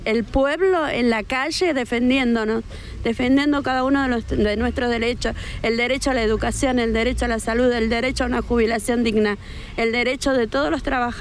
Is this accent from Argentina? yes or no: yes; Argentina; como argentinos, como ciudadanos de este país